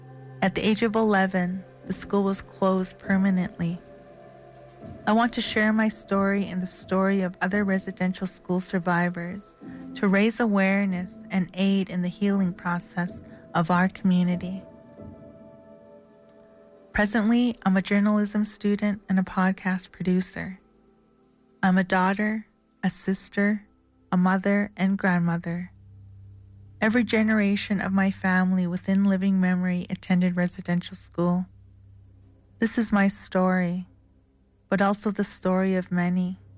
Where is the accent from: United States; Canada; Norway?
Canada; Alberta; I am from Ghana, First Nation, Alberta.